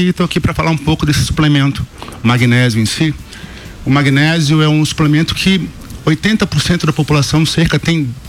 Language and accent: Portuguese; Pará, Brazil; eu sou paraense.